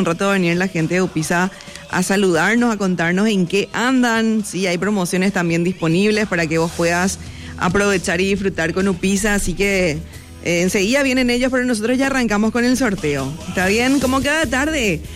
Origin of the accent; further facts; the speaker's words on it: Paraguay; disfrutar de este momento como paraguayos